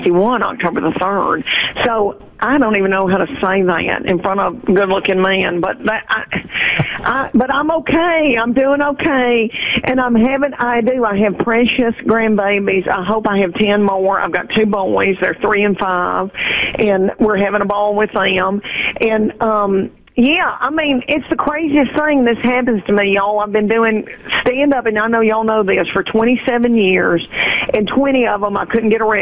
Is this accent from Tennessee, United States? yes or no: yes; Adams, Tennessee, United States; born there; also born or lived in Bowling Green, Kentucky; now in Knoxville, United States; I was born in Bowling Green, Kentucky, but I'm from Tennessee, and all my people were in Tennessee. My little daddy just went up there for a little while to work at Kroger cutting meat, and then we came back to Adams, Tennessee.